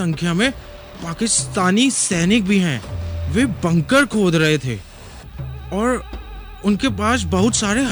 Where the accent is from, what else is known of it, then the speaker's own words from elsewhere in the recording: Garkone, Ladakh, India; साहब मेरा गांव है घरकोन, ये कारगिल शहर से 60 किलोमी